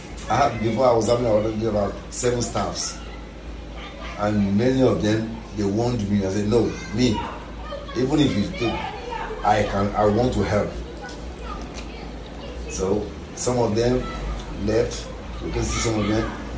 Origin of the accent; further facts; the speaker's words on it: Nigeria; moved away; Like as a Nigerian, we have a lot of communities in Nigeria. It's not only Yoruba that is here. Mm-hmm. There are Igbo here, there are Hausas, there are Edos, and there are APPOs.